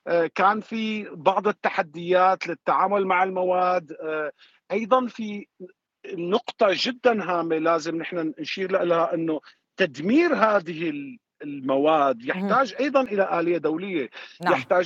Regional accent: Syria; كلياتنا كسوريين شفنا براميل كلور الصفراء اللي كانت تتصنع

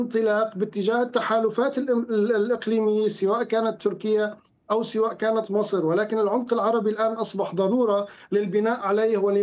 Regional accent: Syria; نحن كسوريين

